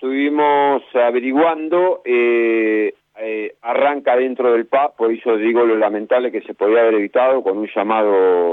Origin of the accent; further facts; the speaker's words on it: Buenos Aires Province, Argentina; yo me crié en Guay